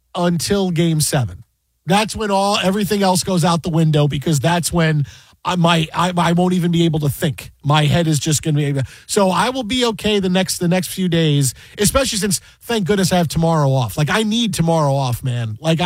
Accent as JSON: {"language": "English", "region": "New York", "country": "United States", "tie": "born or raised there", "said": "Like, I grew up in New York. Like, I got two teams to choose from."}